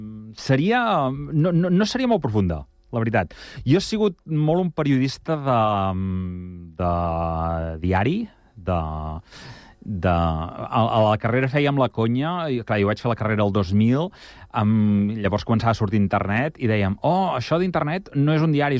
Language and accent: Catalan; Igualada, Catalonia, Spain; jo sóc d'Igualada